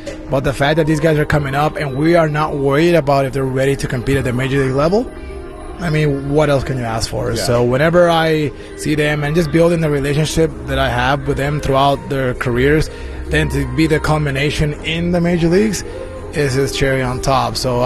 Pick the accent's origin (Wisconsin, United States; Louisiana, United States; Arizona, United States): Wisconsin, United States; Milwaukee; this is my hometown. Like, the Brewers, Milwaukee is my team.